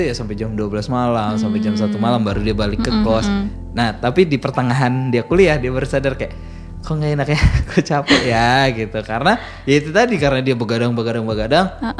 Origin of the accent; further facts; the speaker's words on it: East Java, Indonesia; Bahkan kita aku orang yang Jawa Timur aja gitu